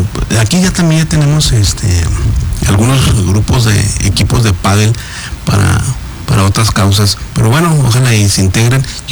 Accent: Mexico; somos mexicanos.

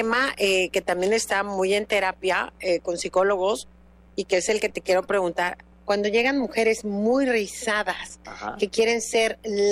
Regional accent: Tabasco, Mexico; muchas mujeres tabasqueñas y hombres tabasqueños vamos

